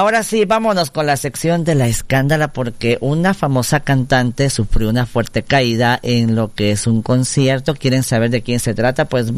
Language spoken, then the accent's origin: Spanish; Terán, Chiapas, Mexico; ya saben que pues de ahí soy, de Terán City, por supuesto, ¿verdad? Ay, de veras que visiten Terán, visiten lo que es ahí el parque, los domingos, así como hoy.